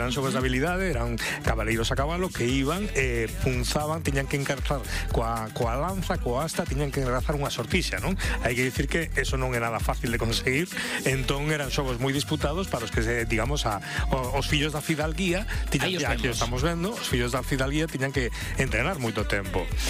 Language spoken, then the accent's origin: Galician; Galicia, Spain; Que son do Barbanza e necesitaba dicir isto.